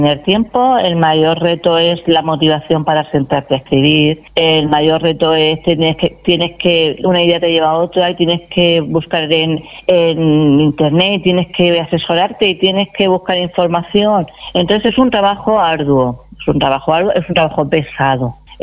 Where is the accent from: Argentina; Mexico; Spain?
Spain; Cieza, Region of Murcia; Yo soy muy ciezana, me encanta Cieza.